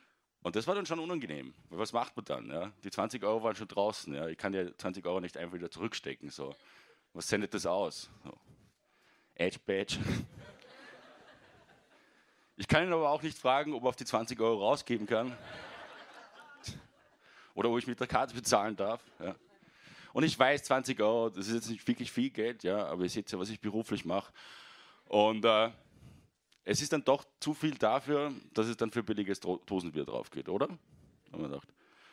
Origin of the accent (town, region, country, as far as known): Salzburg, Austria; now in Vienna, Austria